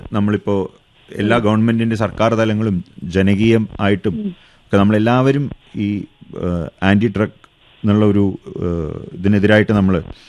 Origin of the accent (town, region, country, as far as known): Melattur, Kerala, India